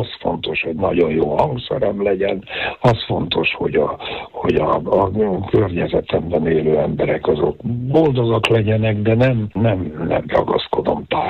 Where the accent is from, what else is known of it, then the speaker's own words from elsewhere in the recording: Budapest, Hungary; a Budai várban nőttünk fel, ami egy csodálatos helyszín